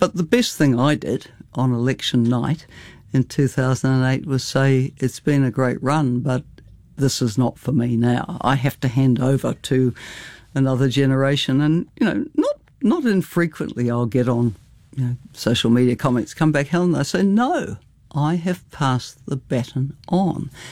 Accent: New Zealand; I love New Zealand. I'm a Kiwi. Apart from the 8 years at the United Nations Development Programme, I've lived here my entire life.

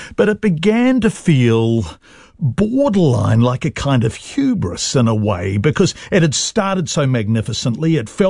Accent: New Zealand; And as a New Zealander, you don't really want

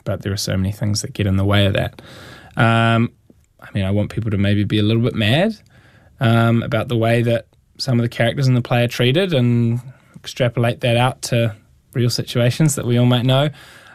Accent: Christchurch, Canterbury, New Zealand

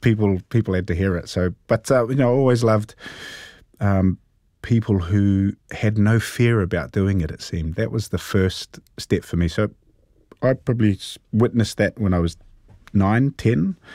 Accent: Hastings, Hawke's Bay, New Zealand; I grew up in Hastings.

